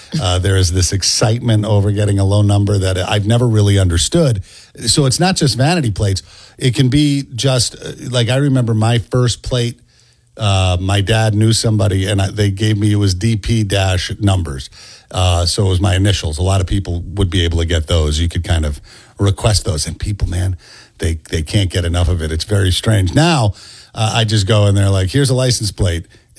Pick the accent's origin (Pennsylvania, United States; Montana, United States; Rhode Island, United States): Rhode Island, United States; I grew up in Rhode Island, and in Rhode Island, license plates, I don't know, are a thing that people get very excited about.